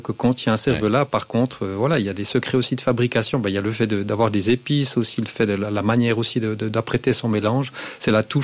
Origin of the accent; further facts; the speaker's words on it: Jura, Switzerland; Moi, en tant que jurassien